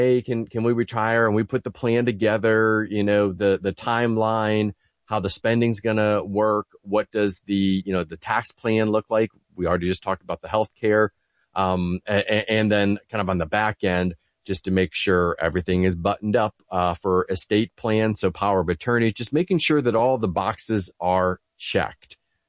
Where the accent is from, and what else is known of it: Ohio, United States; born or raised there